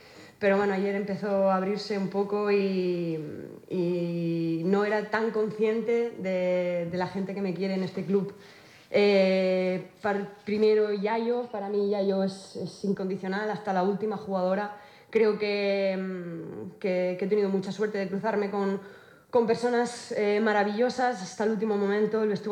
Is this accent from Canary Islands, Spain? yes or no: yes; Tenerife, Canary Islands, Spain; Soy una tinerfeña, soy una isleña, soy de Tenerife y esta es y será mi casa.